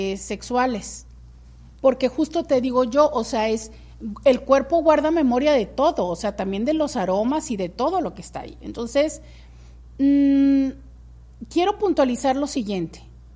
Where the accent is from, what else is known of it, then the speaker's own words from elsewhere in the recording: Guadalajara, Jalisco, Mexico; Dicen por acá, yo soy de Guadalajara, el domingo fue a la Minerva, fue muy bonito sentir la energía colectiva